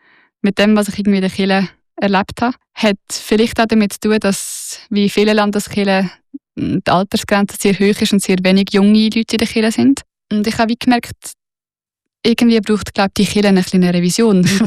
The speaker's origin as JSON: {"language": "German", "region": "Lucerne", "country": "Switzerland", "tie": "born or raised there", "said": "ich bin auf dem Land im Kanton Luzern aufgewachsen und das ist dort wie gar keine Frage gewesen, das haben alle gemacht."}